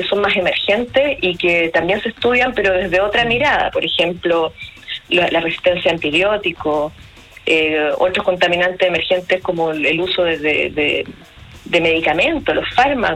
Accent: Valparaíso, Chile; yo por lo menos soy porteña, he vivido aquí.

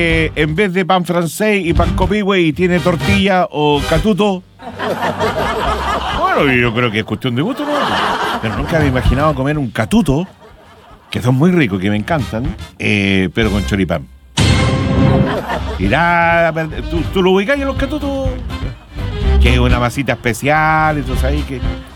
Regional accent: Talcahuano, Biobío, Chile; born there; Y yo nací en Talcahuano, por eso yo soy bueno para los piures, las machas.

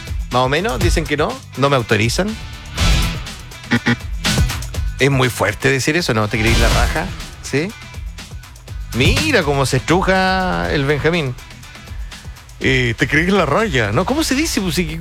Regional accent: Chile; nosotros, los chilenos

